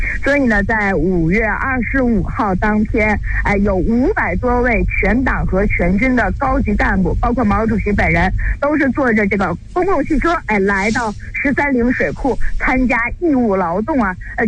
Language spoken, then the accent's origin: Chinese; Beijing, China; 作为北京人